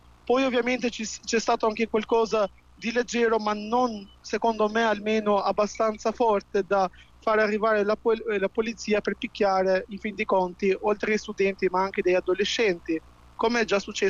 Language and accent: Italian; Durrës, Durrës County, Albania; Io vengo da Durazzo e oggi ci sono state per circa 4-5 ore proteste anche a Durazzo